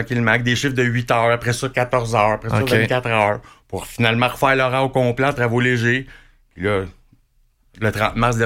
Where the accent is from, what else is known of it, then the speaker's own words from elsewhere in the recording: Pointe-aux-Trembles, Quebec, Canada; Pointe-aux-Trembles, c'est mon secteur. Je viens de Pointe-aux-Trembles. Ça fait 15 ans que je suis là.